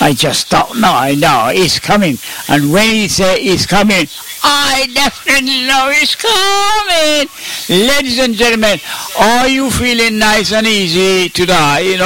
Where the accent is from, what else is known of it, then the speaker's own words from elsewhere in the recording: Jamaica; moved away; You said, where I'm from. So I said, oh, Jamdown, Jamaica.